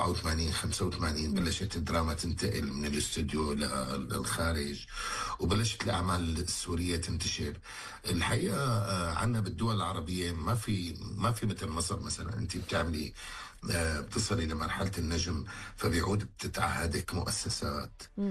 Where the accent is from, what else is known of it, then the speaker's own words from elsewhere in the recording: Syria; أنا أمي سورية وأبي عراقي، وأنا ولدت في سوريا وعشت في سوريا كل الفترة اللي كنت موجود فيها بالحياة يعني. وبالنسبة للعراق يعني أبي عراقي وأنا زائر العراق كذا مرة، وبحب العراق كمان.